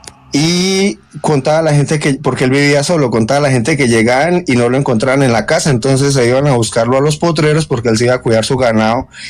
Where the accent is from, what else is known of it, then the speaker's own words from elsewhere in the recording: Casanare, Colombia; Tengo una de aquí de la región donde me crié. Yo soy del Casanare. en medianías con Boyacá, en el río que divide Casanare y Boyacá, que nace la laguna de Tota.